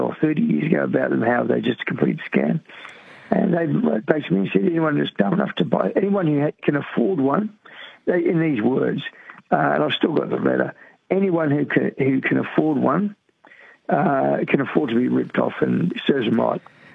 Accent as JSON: {"language": "English", "region": "New South Wales", "country": "Australia", "tie": "born or raised there", "said": "I grew up in New South Wales, and I was going to places like Dubbo, training parks, all those areas catching snakes."}